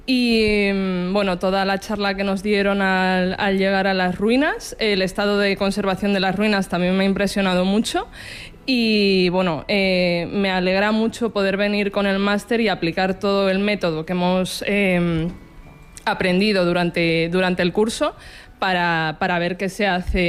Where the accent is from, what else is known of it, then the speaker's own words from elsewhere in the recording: Madrid, Community of Madrid, Spain; also born or lived in Valladolid; soy medio madrileña, medio vallisoletana, y he estudiado arquitectura en la EDSAM, en la Escuela de Arquitectura de Madrid.